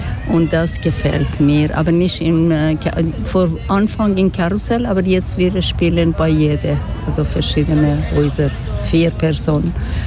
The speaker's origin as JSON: {"language": "German", "country": "Iran", "second_language": "German", "said": "meine Kinder geboren hier. Und auch unser neues Jahr im 21. März. Das ist der erste Tag vor Frühling bei uns in Iran, ist traditionell"}